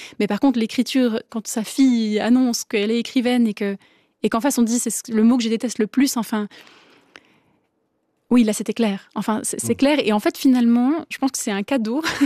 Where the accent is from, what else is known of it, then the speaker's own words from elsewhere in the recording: Romandy, Switzerland; en tant que Suisse, que Suisse romande.